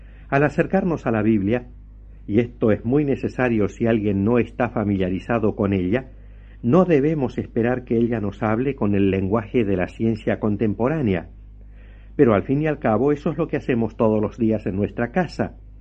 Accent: Argentina; En mi país, la República Argentina

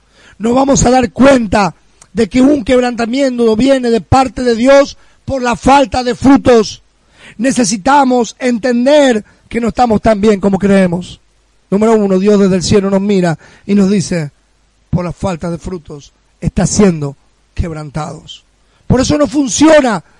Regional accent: Argentina

